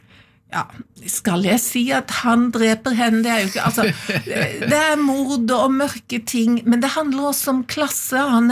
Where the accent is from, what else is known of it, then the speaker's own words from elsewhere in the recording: Farsund, Agder, Norway; born there; Jeg er født i Farsund, på Lista, men der har jeg jo aldri bodd.